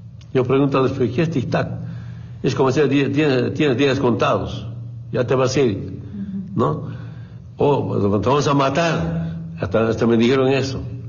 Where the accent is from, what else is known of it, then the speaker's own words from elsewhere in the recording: Spain; born there; bueno, yo he nacido en España, soy español.